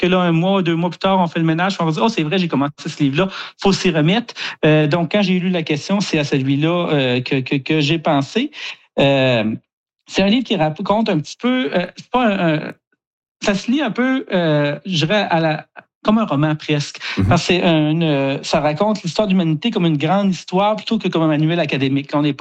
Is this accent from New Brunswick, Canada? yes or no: yes; Kedgewick, New Brunswick, Canada; Puis moi, comme vous l'avez dit, j'ai grandi à Kedgewick, dans le nord du Nouveau-Brunswick.